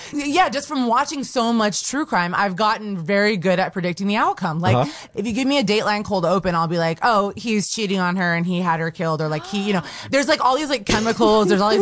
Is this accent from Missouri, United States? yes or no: yes; Kansas City, Missouri, United States; Yes, I do. I grew up in Kansas City and my mom still lives there. My sister still lives there. So, yeah, I just grew up there my whole life. So I know a lot about it. I mean, you know, it's hometown.